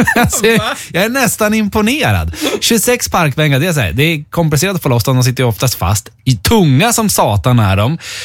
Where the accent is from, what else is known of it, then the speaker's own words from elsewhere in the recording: Hudiksvall, Gävleborg County, Sweden; moved away; Alltså att man är som i Hudiksvall där jag kommer från, det är inte så jäkla mycket parkbänkar där.